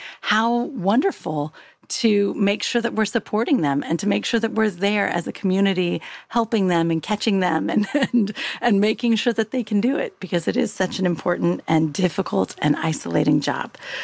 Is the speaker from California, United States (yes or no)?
yes; California, United States; I grew up just outside of Lake County.